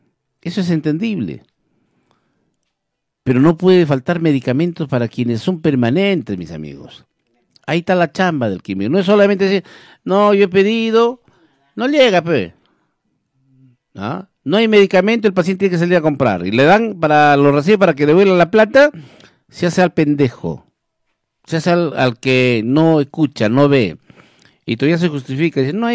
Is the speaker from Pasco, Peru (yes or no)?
yes; Villa Rica, Pasco, Peru; pero Villarrica, mi tierra hermosa, ¿ah? La tierra del café.